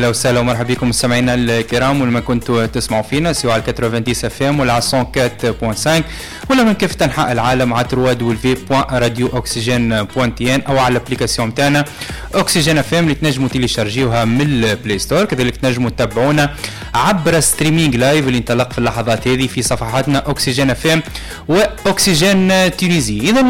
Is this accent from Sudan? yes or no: no; Tunisia; في بلادنا تونس